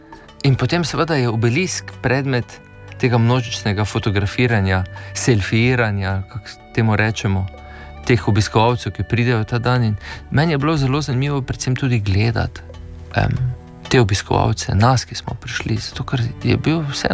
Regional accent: Destrnik, Drava, Slovenia; moved away as an adult; prihajam iz Destrnika pri Ptuju, živel sem na nek način zelo zavarovano, varno otroštvo

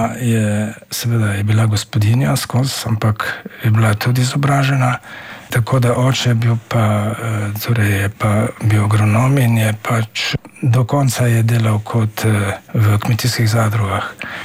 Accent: Hrastnik, Central Sava, Slovenia; moved away; tako da smo mi iz Hrastnika potem se pobrali leta 1964

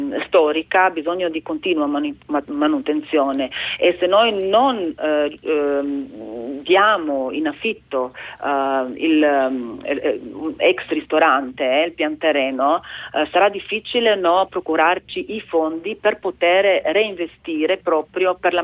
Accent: Lucija, Slovenia; Per me personalmente, che sono di Santa Lucia.

